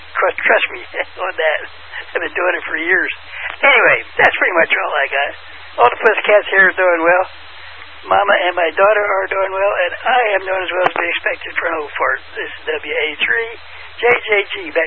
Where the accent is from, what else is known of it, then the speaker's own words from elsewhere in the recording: Newark, Delaware, United States; When I grew up in Newark, Delaware, we had a 5 and 10 store as well.